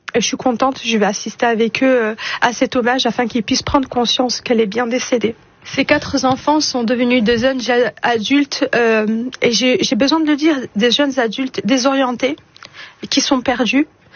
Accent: Nice, Provence-Alpes-Côte d'Azur, France; born there; je suis née à Nice.

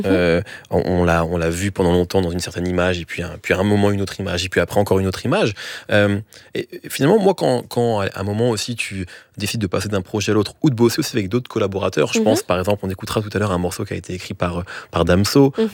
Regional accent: France; Chez nous, en France

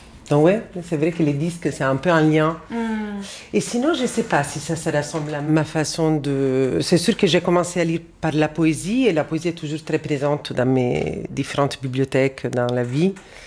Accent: Rome, Lazio, Italy; Moi, j'ai grandi à Rome et j'étais adolescente, disons, dans les années 90

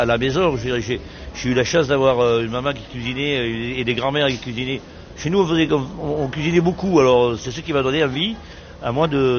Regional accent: Provence-Alpes-Côte d'Azur, France; Moi, j'aime bien travailler les légumes parce que bon, chez nous, en Provence, on a beaucoup de légumes et de bons légumes.

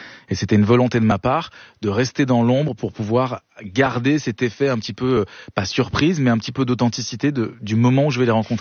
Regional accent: Switzerland; Mais souvent, le problème, c'est que comme il doit savoir que je suis suisse allemand, il a un problème.

